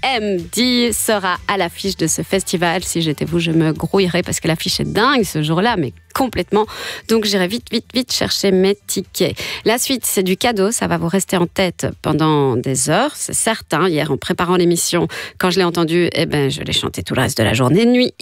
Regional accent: Namur, Wallonia, Belgium; ils seront chez nous en Belgique, ils seront même chez moi à Namur.

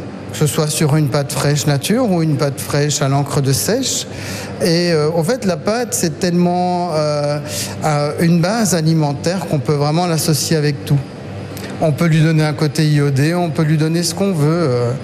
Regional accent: Belgium; born there; Mes parents sont italiens, mais moi je suis belge, je suis né ici.

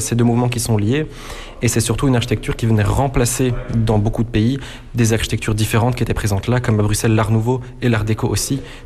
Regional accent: Kraków, Lesser Poland, Poland; now in Brussels, Belgium; Moi, je suis originaire de Cracovie. J'habitais non loin de l'Hôtel Forum.

